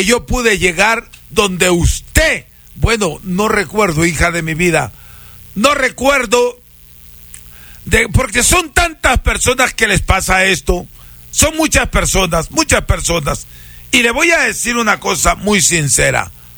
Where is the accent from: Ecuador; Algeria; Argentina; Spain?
Ecuador; Píllaro, Tungurahua; Yo soy de Píllaro